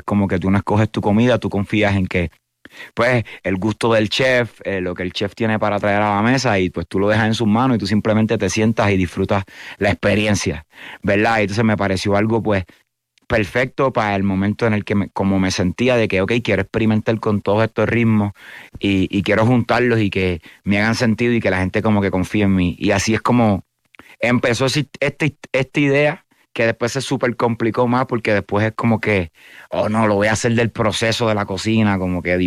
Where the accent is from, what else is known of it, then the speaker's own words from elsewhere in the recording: Puerto Rico; yo soy de Puerto Rico, bro.